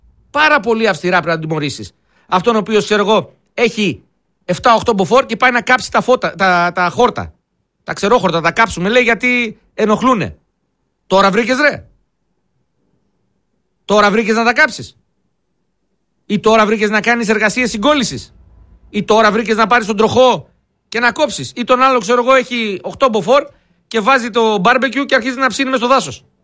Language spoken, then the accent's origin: Greek; Greece